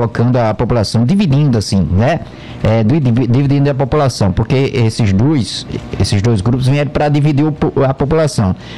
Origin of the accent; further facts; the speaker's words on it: Brazil; nós somos brasileiros